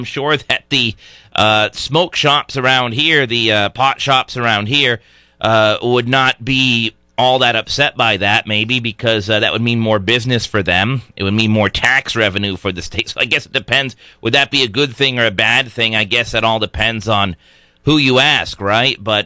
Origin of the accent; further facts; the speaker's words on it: Thompson, Connecticut, United States; I grew up in Thompson.